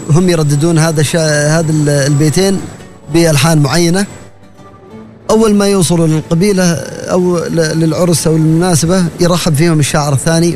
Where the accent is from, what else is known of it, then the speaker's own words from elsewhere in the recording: Dhofar, Oman; accent: Dhofari; فكوني مثلا شاعر في ظفار اعتز باللسان الظفاري العربي